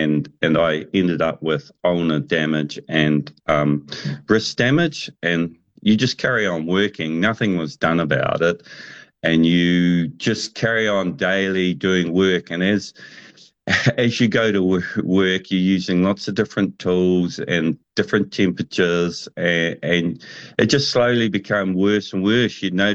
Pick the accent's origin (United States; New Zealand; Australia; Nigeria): New Zealand; Gisborne; I grew up on the East Coast in Gisborne